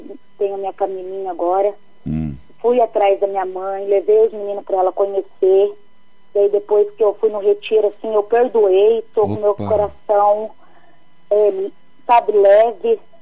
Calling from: Mauá da Serra, Paraná, Brazil; De Mauá da Serra, Paraná.

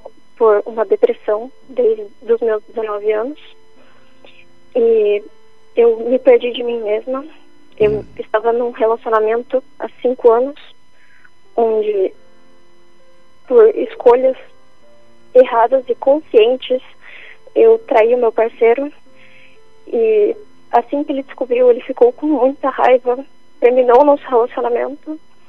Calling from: São Paulo, Brazil; De São Paulo.

